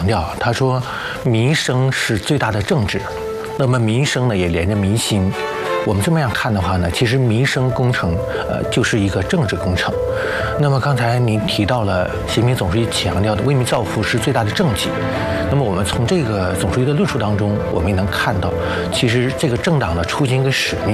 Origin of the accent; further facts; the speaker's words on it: China; 我们中国人理解最大呢